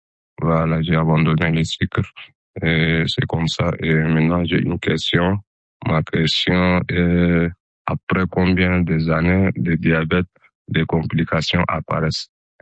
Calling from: N'Djamena, Chad; j'ai 36 ans, j'habite à N'Djamena au Tchad.

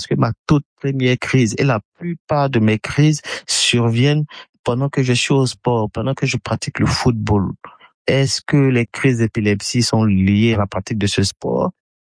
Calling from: Abidjan, Côte d’Ivoire; j'appelle depuis Abidjan et j'ai 39 ans.

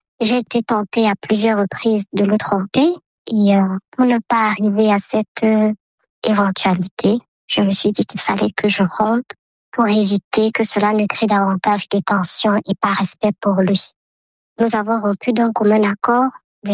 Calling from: Nkongsamba, Littoral, Cameroon; J'ai 43 ans. Je vis à Nkosamba, au Cameroun.

